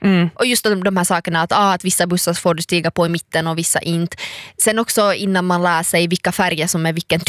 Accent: Ostrobothnia, Finland; jag är ju uppväxt utanför Vasa.

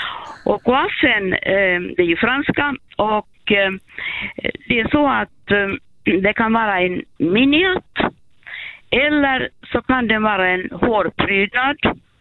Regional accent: Helsinki, Uusimaa, Finland; i Helsingfors där jag växte upp.

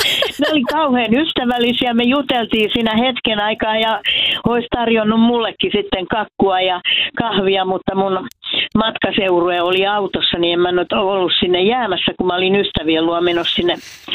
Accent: Järvenpää, Uusimaa, Finland; Ja Matti Esko asustaa tässä Tuusulan naapurissa, eli Järvenpäässä, josta minäkin olen kotoisin.

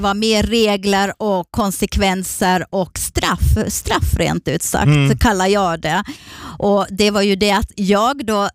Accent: southern Sweden, Sweden; jag är uppvuxen, född i södra Sverige.

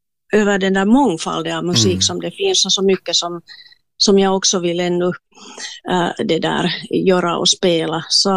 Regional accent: Espoo, Uusimaa, Finland; No, ja, det var ju så att det där, jag är ju hemma från Esbo Kilo.

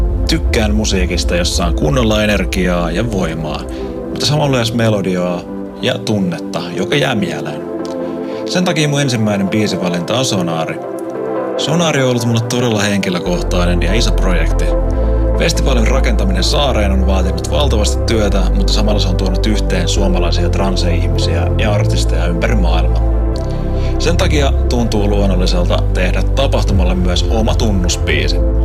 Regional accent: Helsinki, Uusimaa, Finland; Täällä on … mä oon helsinkiläinen DJ-tuottaja

